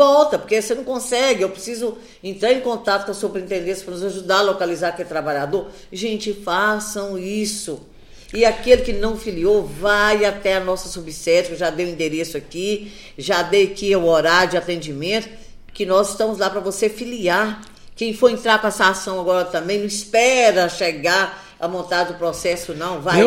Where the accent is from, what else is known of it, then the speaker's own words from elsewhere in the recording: Ponte Nova, Minas Gerais, Brazil; now in Divinópolis, Brazil; Eu vou lá para a minha zona da mata, minha região, ali na cidade de Ponte Nova